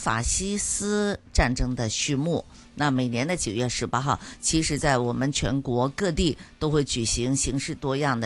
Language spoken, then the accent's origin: Chinese; China